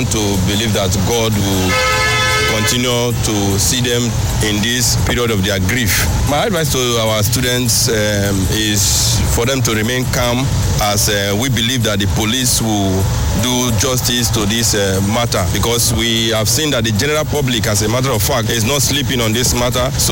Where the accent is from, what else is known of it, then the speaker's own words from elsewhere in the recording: Nigeria; As Nigerian students, we condemn this act